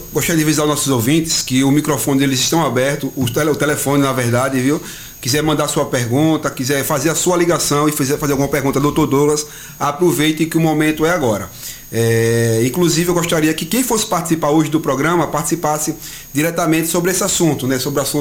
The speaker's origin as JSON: {"language": "Portuguese", "town": "Penedo", "region": "Alagoas", "country": "Brazil", "tie": "born or raised there", "said": "ali na Vila Matias, que é um bairro onde eu nasci e me criei"}